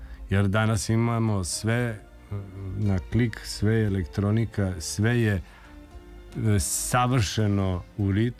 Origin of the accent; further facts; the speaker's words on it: Vojvodina, Serbia; ja bih rekao kod nas gore u Vojvodini, ja bih rekao njojzi.